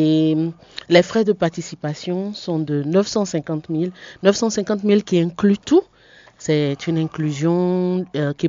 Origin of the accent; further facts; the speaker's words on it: Benin; en tant que Béninois